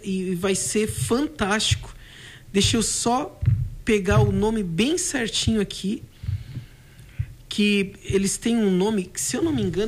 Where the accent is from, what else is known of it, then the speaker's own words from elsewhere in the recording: Tubarão, Santa Catarina, Brazil; also born or lived in Joinville; Eu também não sou tubaronense, sabia? Sou joinvilense, mas fui criado aqui.